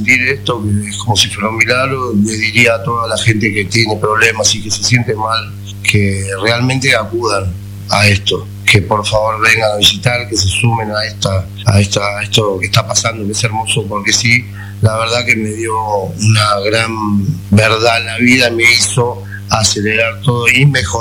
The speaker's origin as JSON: {"language": "Spanish", "country": "Dominican Republic", "said": "soy dominicano."}